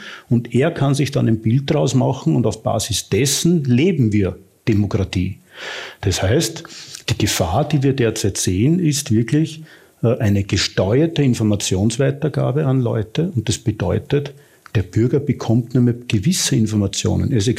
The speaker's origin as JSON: {"language": "German", "country": "Austria", "said": "Und da sind wir als Österreicher genau mittendrin."}